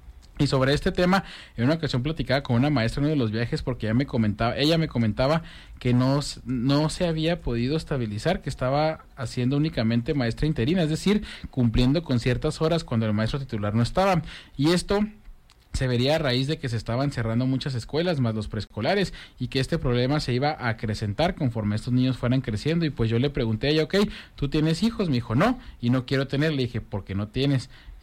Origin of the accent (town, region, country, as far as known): Mexico City, Mexico